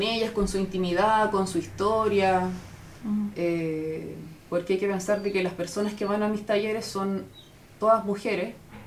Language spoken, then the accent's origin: Spanish; Santiago, Santiago Metropolitan Region, Chile; now in Maule, Chile; Yo soy de Santiago, ya me siento maulina, pero pero en Santiago y acá en el Maule he trabajado en varias partes.